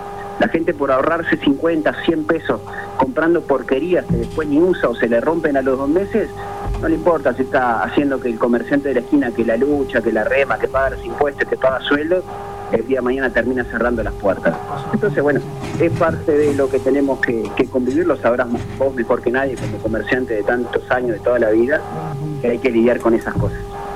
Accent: Maldonado, Uruguay; quienes somos de Maldonado le tenemos un cariño enorme al centro

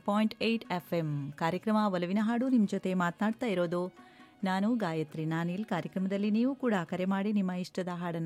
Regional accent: Mangaluru, Karnataka, India

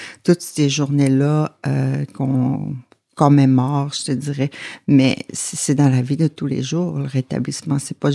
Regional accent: Uashat Mak Mani-utenam, Quebec, Canada; Oui, je viens de Magnotenam, comme vous dites. Je suis née à Québec en 1972.

